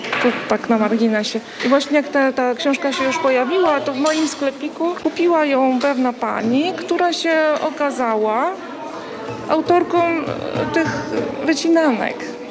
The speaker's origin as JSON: {"language": "Polish", "region": "Świętokrzyskie Voivodeship", "country": "Poland", "tie": "born or raised there", "said": "całe życie mieszkam w Świętokrzyskim"}